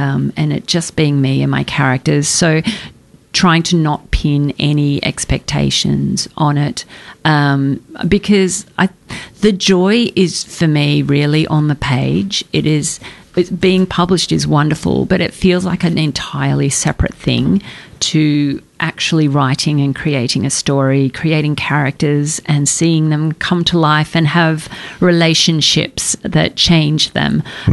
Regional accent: Ballarat, Victoria, Australia; It's set in Australia and in my hometown of Ballarat.

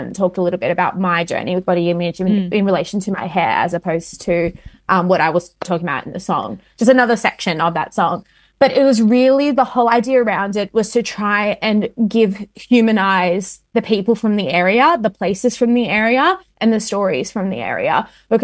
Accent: Sydney, New South Wales, Australia; Without knowing that I was from Western Sydney

